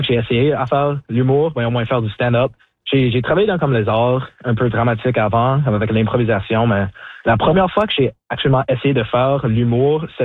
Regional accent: Sault Ste. Marie, Ontario, Canada; J'étais un peu nerveux parce que je viens de Sault-Saint-Marie, donc j'étais toujours dans ma tête que c'est comme, ah, tu sais, mon français, c'est pas aussi bon que le français des autres.

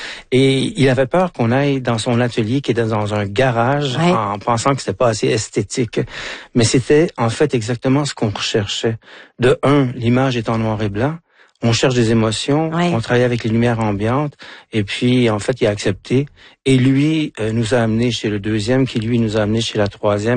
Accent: Quebec, Canada; also born or lived in Paris region, France; Moi, pendant mes vacances, j'étais un Parisien parce que j'habitais à la région de Paris. Sauf que maintenant, j'y vais en tant que Québécois

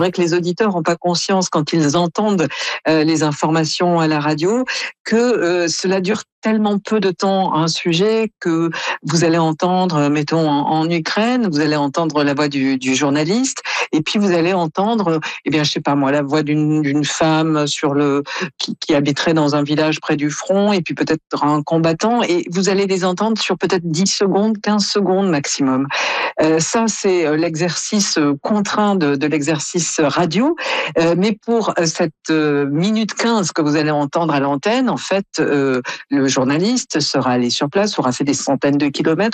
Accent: France; quand on est Canadien ou comme moi français

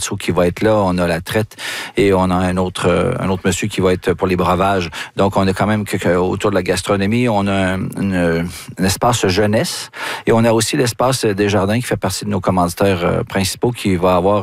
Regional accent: Wendake, Quebec, Canada; notre powwow chez nous à Wendake.

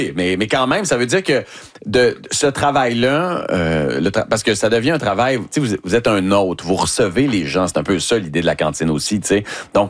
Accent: Quebec, Canada; moi, je viens du Lac-Saint-Jean

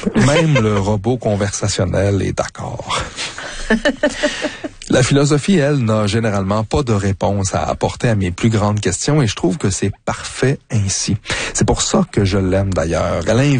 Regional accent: Quebec, Canada; Faut dire que j'ai grandi dans le Québec des années 80 et en tant que garçon, danser c'était pour les efféminés, comme le voulait la rumeur de l'époque.

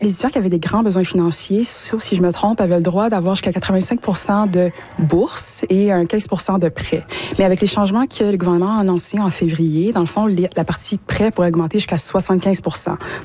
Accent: Ottawa, Ontario, Canada; moved away as an adult; also born or lived in Montreal; now in Sudbury, Canada; moi, je suis née à Montréal, mais j'ai grandi à Ottawa.

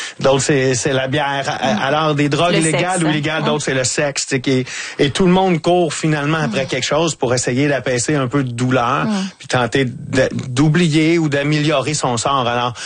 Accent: Lavaltrie, Quebec, Canada; now in Montreal, Canada; moi je viens de la Valtrie, dans la région de la Naudière, puis quand je suis arrivé à Montréal, c'était ma porte d'entrée vers Montréal, et j'ai pas mal toujours habité là.

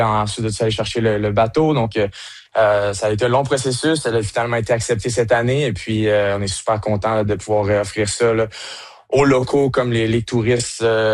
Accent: Sherbrooke, Quebec, Canada; now in Pemberton, Canada; Oui, moi, c'est Sherbrooke, canton de l'Est.

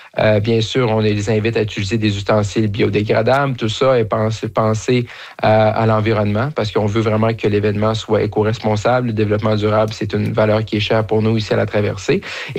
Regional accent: Roberval, Quebec, Canada; je suis originaire de Roberval

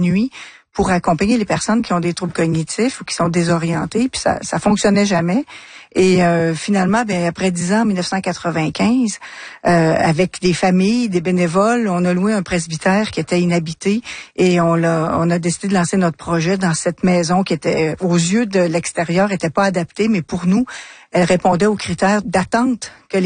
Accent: Trois-Rivières, Quebec, Canada; Bien, moi, je suis de Trois-Rivières et depuis l'âge de 21 ans, j'accompagne des personnes qui vivent avec la maladie d'Alzheimer ou une maladie apparentée.

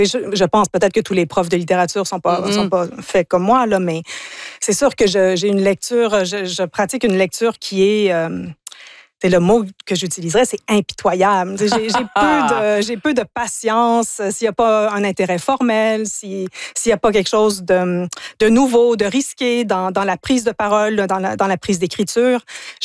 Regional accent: Ontario, Canada; first language English; also born or lived in United States / England; Moi, je suis franco-ontarienne au départ, donc j'ai grandi dans l'univers anglophone.

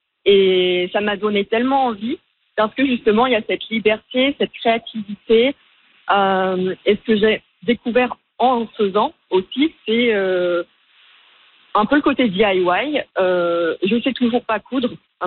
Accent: France; now in Canada; comme je suis française, installée au Canada, je voulais que mon personnage représente un peu cette identité française-là

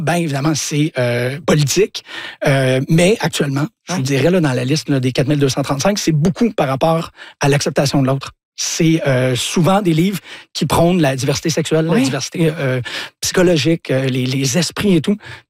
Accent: Montreal, Quebec, Canada; Mon premier souvenir d'une librairie, c'est quand j'étais jeune, ici à Montréal, sur Sainte-Catherine

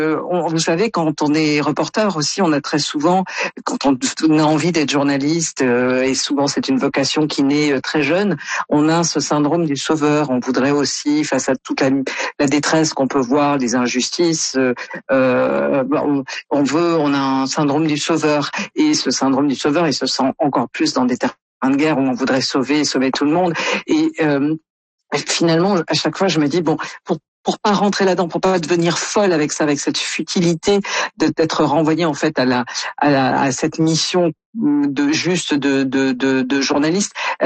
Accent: France; a du mal à imaginer quand on est canadien ou comme moi français

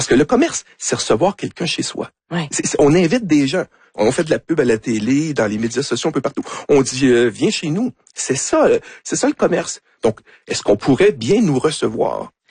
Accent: Canada; Quel accent? On perçoit un accent français. On est des Canadiens.

